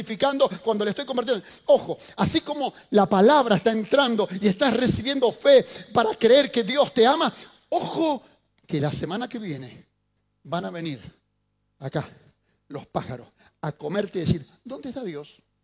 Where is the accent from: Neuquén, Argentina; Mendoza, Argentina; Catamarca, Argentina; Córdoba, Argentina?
Mendoza, Argentina; me crié en el campo, me crié en Mendoza